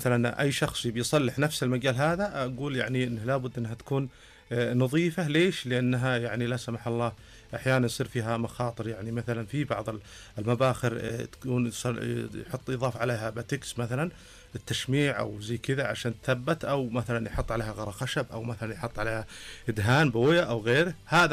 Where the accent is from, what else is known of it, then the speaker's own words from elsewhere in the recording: Al-Ajaja, Ha'il Province, Saudi Arabia; born there; طبعا انا للمعلومية اني انا من مواليد قرية العجاجة تابع لمنطقة حائل